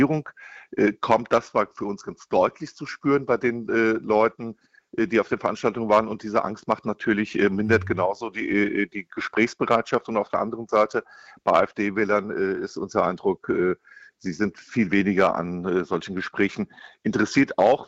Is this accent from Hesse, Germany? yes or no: yes; Rüsselsheim, Hesse, Germany; Also ich komme aus Rüsselsheim.